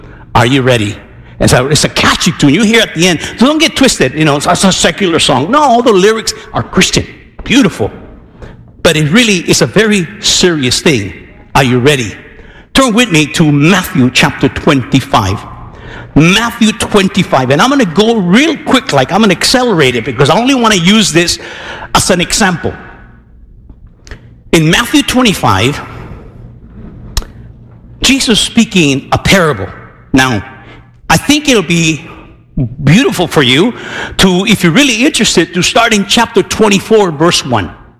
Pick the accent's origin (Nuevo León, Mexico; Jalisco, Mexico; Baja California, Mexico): Baja California, Mexico; Tijuana; Well, man, Jack, I'm a guy from Tijuana.